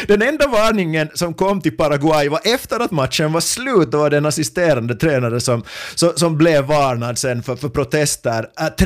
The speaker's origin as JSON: {"language": "Swedish", "country": "Finland", "said": "som finländare"}